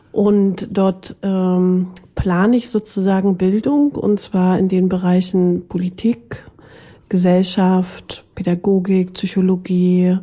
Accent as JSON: {"language": "German", "town": "Guben", "region": "Brandenburg", "country": "Germany", "tie": "born there", "also_born_or_lived": "Leipzig", "lives_now": "Frankfurt (Oder), Germany", "said": "Ja, in meiner Heimatstadt, also in meiner Geburtsstadt. Heimatstadt ist, glaube ich, jetzt mittlerweile Frankfurt-Oder. Das war Guben."}